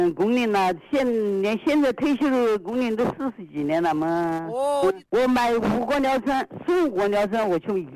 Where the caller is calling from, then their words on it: Qianjiang, Hubei, China; 潜江的。